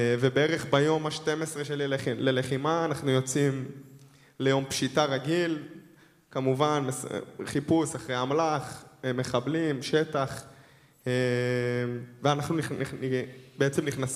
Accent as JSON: {"language": "Hebrew", "town": "Beersheba", "region": "Southern District", "country": "Israel", "said": "אני בכלל מבאר שבע"}